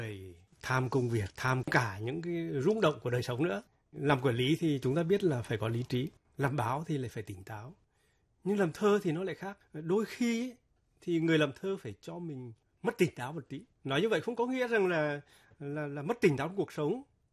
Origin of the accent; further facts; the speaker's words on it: Hà Tĩnh, Vietnam; moved away; Quê tôi Hà Tĩnh